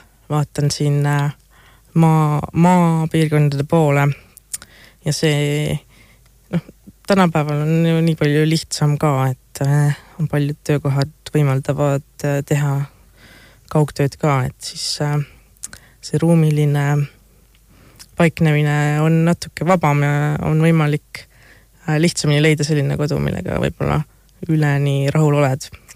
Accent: Võru County, Estonia; Ma ise ka olen maalt, Võrumaalt

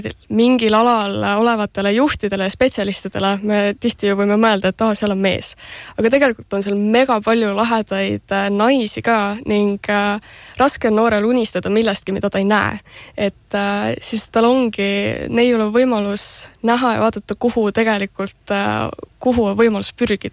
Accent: Põlva, Põlva County, Estonia; ma ise tegelikult olen ka Põlvast

